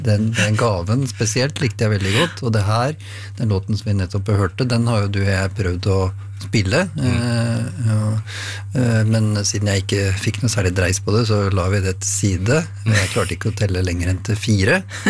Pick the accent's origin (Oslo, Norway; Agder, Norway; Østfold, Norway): Østfold, Norway; Halden; min hjemby Halden